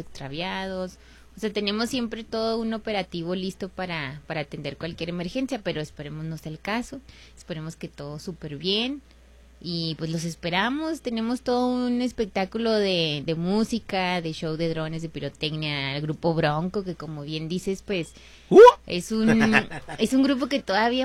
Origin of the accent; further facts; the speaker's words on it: Mexico; eso a mí también me emociona mucho como mexicana